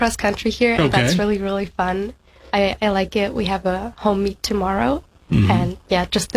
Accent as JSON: {"language": "English", "region": "Berlin", "country": "Germany", "second_language": "English", "said": "For me, it's probably because I'm from Berlin and it's quite a big city"}